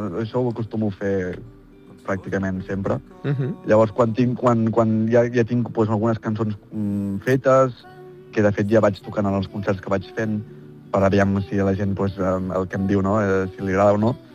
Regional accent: Terrassa, Catalonia, Spain; born there; moved away as an adult; now in Lleida, Spain; sóc nascut a Terrassa, ara tinc 28 anys, i m'he mudat a Lleida fa un any i mig.

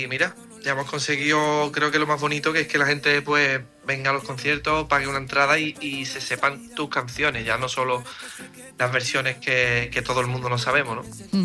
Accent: San Fernando, Andalusia, Spain; Yo soy de San Fernando, estamos a media hora, ¿no?

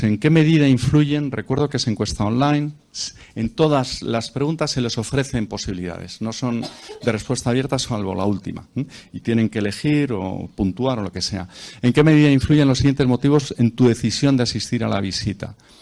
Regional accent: Spain

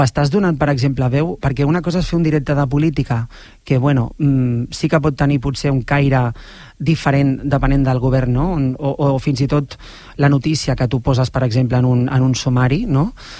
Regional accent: Barcelona, Catalonia, Spain; born there; soc català, he nascut a Barcelona, parlo perfectament català

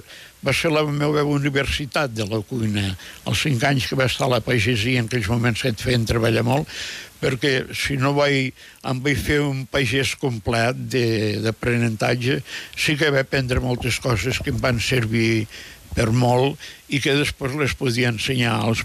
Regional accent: Alguaire, Catalonia, Spain; born there; Al Guaire fèiem arròs, jo he plantat arròs amb les meves mans

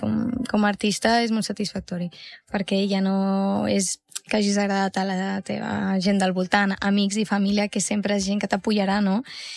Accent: Catalonia, Spain; la sort que tenim la gent del Maresme de viure en un poble.

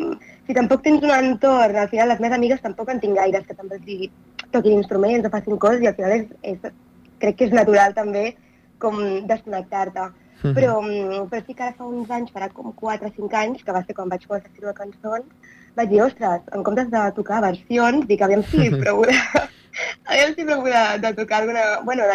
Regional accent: Catalonia, Spain; jo soc de l'Alt Empordà

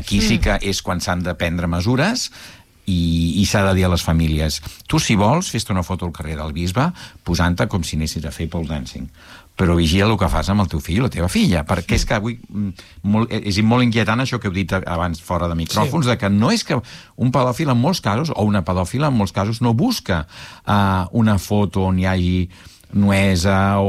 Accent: Barcelona, Catalonia, Spain; moved away; soc molt barceloní

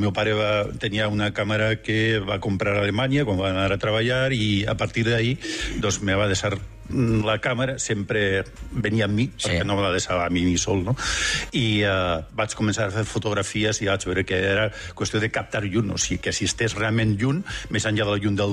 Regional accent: San Sebastián, Basque Country, Spain; Doncs mira, jo soc basc.

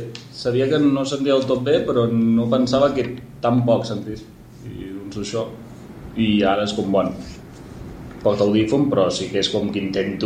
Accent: Arenys de Mar, Catalonia, Spain; sóc un noi d'Arenys de Mar

